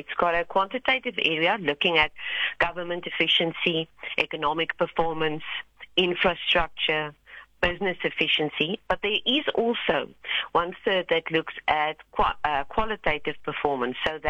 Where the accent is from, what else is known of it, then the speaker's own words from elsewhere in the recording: South Africa; we as South African citizens